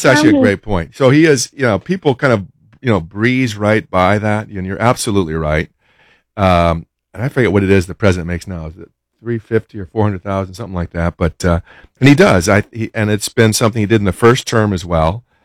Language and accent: English; United States